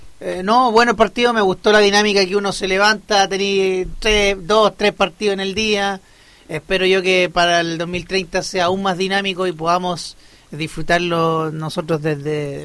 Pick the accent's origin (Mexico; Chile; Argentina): Chile